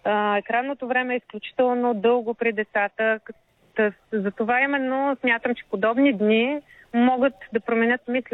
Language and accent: Bulgarian; Plovdiv, Plovdiv Province, Bulgaria; За Пловдив, откъдето сме ние от БГ Бъди активен, всъщност нямаме изобщо изградена такава инфраструктура.